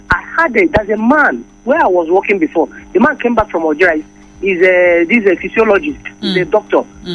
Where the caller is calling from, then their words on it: Nigeria; I was ashamed of being a Nigerian.